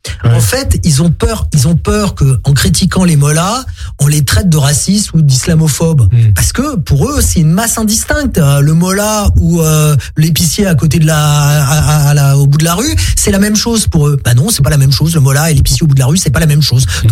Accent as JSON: {"language": "French", "country": "France", "said": "Je ne suis pas israélien, je suis français, je vote en France."}